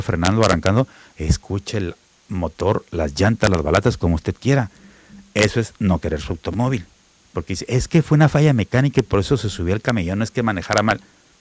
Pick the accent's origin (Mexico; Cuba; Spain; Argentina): Mexico; Tijuana, Baja California; nací, crecí en Tijuana y me ha tocado ver durante estos más de 50 años